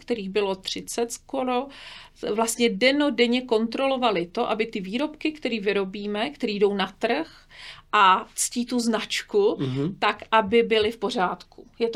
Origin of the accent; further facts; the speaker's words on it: Studená, South Bohemian Region, Czechia; moved away as an adult; also born or lived in Prague; pocházím ze Studené, což je u Jindřichova Hradce